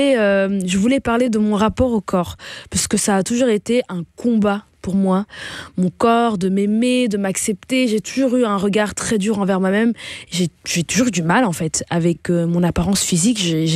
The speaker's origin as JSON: {"language": "French", "region": "Flanders", "country": "Belgium", "tie": "born or raised there", "said": "Moi, j'ai grandi en Belgique, j'ai grandi du côté flamand. Je suis toujours allée dans une école néerlandophone. J'ai une maman métisse, j'ai longtemps eu un beau-papa blanc."}